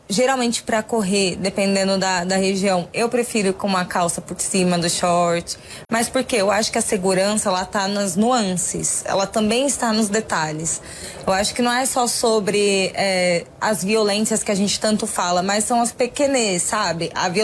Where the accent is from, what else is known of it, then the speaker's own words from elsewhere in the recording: São Paulo, Brazil; Não, gente, mas não, porque eu sou de São Paulo, né?